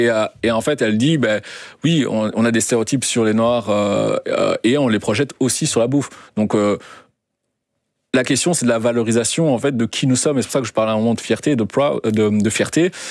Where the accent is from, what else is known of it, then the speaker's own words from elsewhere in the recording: Belgium; moi, j'ai grandi en Belgique